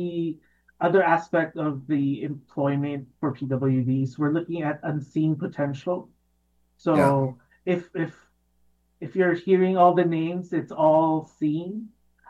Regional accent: Richmond, British Columbia, Canada; I grew up in Richmond.

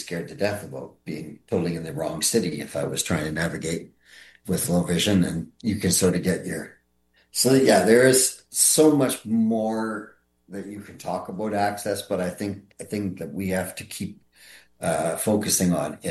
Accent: Alberta, Canada; now in Richmond, Canada; It was a new city because I came from Alberta. I didn't know Richmond that well.

